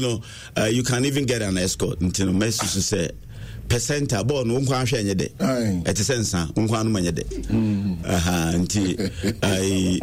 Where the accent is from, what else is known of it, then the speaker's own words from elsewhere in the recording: Ghana; So I want to feel proud as a Ghanaian.